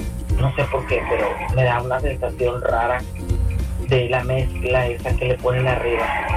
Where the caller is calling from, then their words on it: Mexico; yo soy mexicana